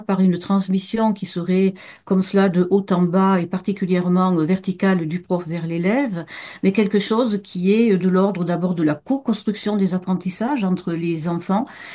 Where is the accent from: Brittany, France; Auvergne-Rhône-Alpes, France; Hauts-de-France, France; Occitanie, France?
Occitanie, France; Montpellier; Je suis de l'Hérault, je suis montpelliéraine.